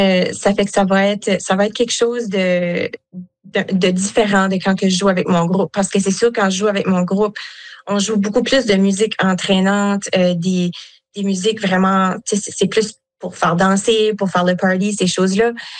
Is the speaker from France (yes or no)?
no; Acadia, Canada; moi, je suis acadienne, là, mes deux parents sont francophones acadiens, mm-hmm. mais j'avais des oncles et des tantes du côté de ma mère puis tout ça qui parlaient anglais. Ça fait que j'ai grandi vraiment bilingue 100%.